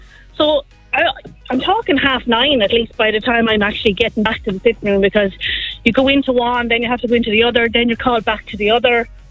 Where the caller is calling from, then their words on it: Carlow, Leinster, Ireland; We are in Carlo.